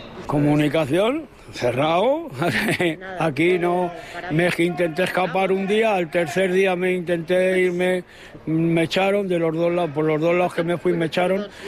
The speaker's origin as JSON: {"language": "Spanish", "town": "Mijares", "region": "Castile and León", "country": "Spain", "said": "Quedamos cuatro pueblos aquí. y somos de Casa Vieja y Mijares."}